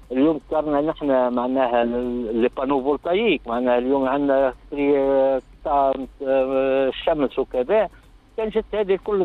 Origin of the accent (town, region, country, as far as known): Tunisia; now in Marseille, France